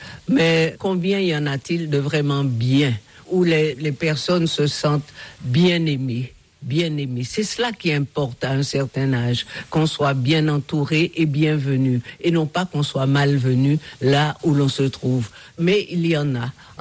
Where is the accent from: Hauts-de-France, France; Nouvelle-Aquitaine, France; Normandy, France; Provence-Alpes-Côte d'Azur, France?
Nouvelle-Aquitaine, France; Saintes; born there; Oui, bien sûr, 3 mois, je suis né à Saintes, tout à fait par hasard.